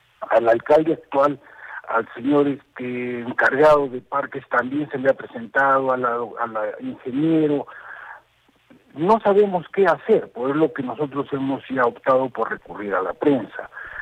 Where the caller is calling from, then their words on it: Arequipa, Peru; Yo soy un vecino de Bustamante y Rivero.